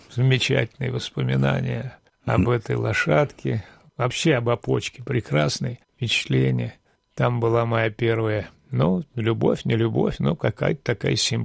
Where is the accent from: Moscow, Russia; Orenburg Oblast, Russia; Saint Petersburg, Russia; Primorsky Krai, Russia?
Saint Petersburg, Russia; Но так как у меня в паспорте написано место рождения Ленинград, я все время говорю, что нет, я ленинградец, а не санкт-петербуржец.